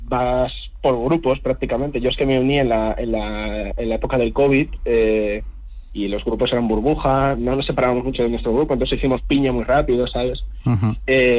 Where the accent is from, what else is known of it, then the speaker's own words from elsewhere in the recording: Madrid, Community of Madrid, Spain; pero yo soy de Madrid